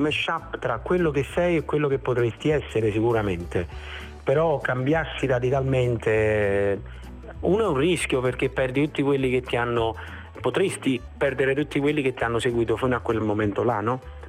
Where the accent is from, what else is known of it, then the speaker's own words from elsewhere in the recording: Campania, Italy; born there; Io sicuramente sono nato in un posto meraviglioso che è, insomma, è la Campania, no?